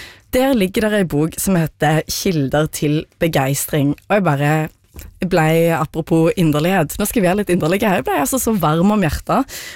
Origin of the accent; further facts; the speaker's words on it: Rogaland, Norway; Jeg er jo fra Rogaland.